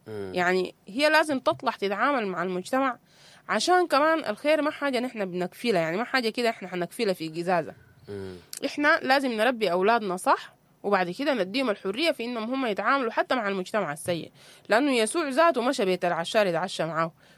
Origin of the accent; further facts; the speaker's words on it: Sudan; احنا كمجتمعات سودانية